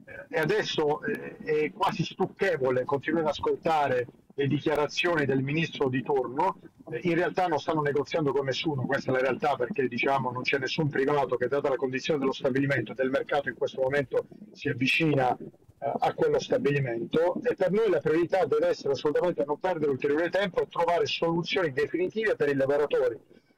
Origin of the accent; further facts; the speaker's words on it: Taranto, Apulia, Italy; Io raccolgo questa eredità con grande orgoglio da tarantino